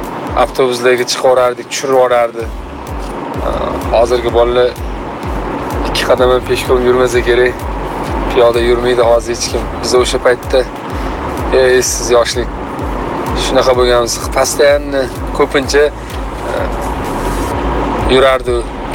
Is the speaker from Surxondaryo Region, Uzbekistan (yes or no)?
no; Tashkent, Uzbekistan; Yoshligimizda Yunusobodda turardik.